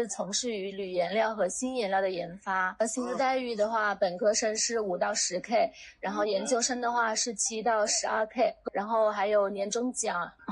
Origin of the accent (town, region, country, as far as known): Xiangxi, Hunan, China